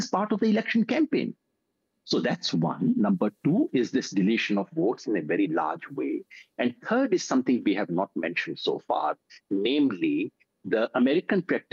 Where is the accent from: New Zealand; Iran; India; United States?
India; As an Indian, I feel ashamed. As an Indian, I feel very sad that we have to even raise these questions